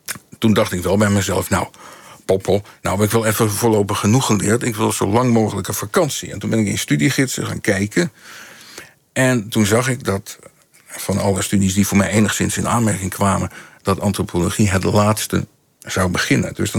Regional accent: Netherlands; born there; Ja, want ik ben in Nederland geboren.

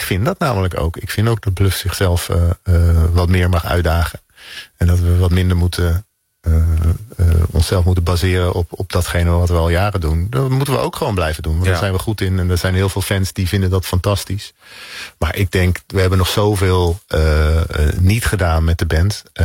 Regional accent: Zeeland, Netherlands; En in mijn ouderlijk huis in Oosterburg, dat lag ligt nog steeds tussen Middelburg en Vlissingen, waar ik ben opgegroeid

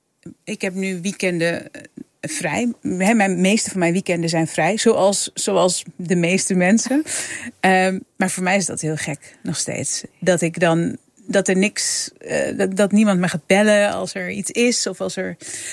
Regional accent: Netherlands; moved away; Maar kijk, we hadden het net over dat ik ben 12 jaar geleden, inmiddels 13 jaar geleden, ben ik uit Nederland weggegaan.

